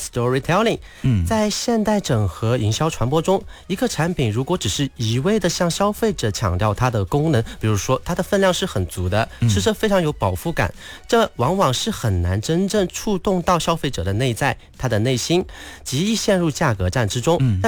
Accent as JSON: {"language": "Chinese", "region": "Sichuan", "country": "China", "tie": "born there", "moved": "yes", "said": "作为一个四川人，我从小吃着川菜"}